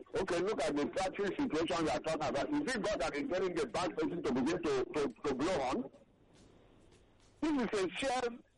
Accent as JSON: {"language": "English", "country": "Nigeria", "said": "I'm a Nigerian. Wherever I find myself, I'm a Nigerian."}